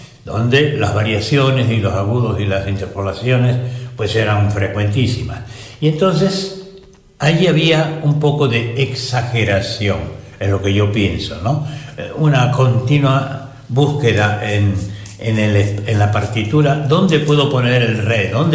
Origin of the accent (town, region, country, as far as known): Peru